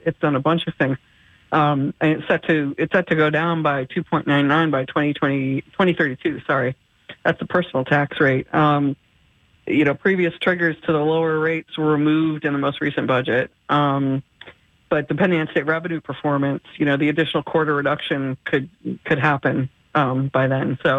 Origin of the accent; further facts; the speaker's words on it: New York, United States; I've been here for like 30 years, but I grew up in New York.